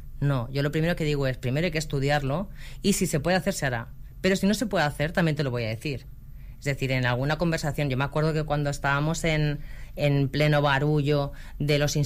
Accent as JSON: {"language": "Spanish", "town": "Sant Andreu de la Barca", "region": "Catalonia", "country": "Spain"}